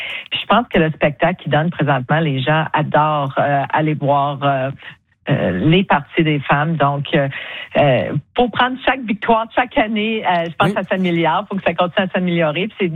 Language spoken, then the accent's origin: French; Quebec City, Quebec, Canada; moi, j'ai grandi à Québec.